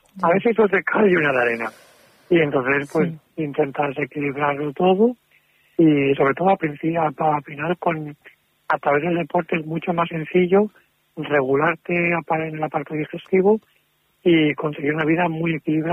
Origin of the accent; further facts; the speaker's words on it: Valencia, Valencian Community, Spain; yo soy de Valencia